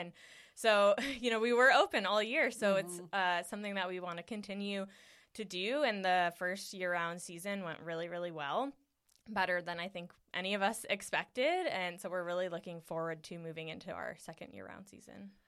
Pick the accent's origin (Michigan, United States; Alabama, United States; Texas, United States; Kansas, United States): Michigan, United States; Detroit; moved away as an adult; also born or lived in Las Vegas; now in Vancouver, United States; I grew up in Metro Detroit, Michigan, very big agriculture state.